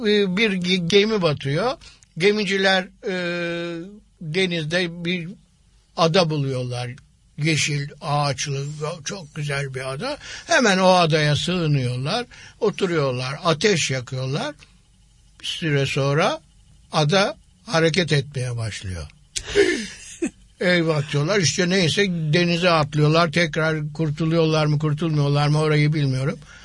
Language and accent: Turkish; Istanbul, Turkey; born there; ben Karagümrük'te oturuyorum.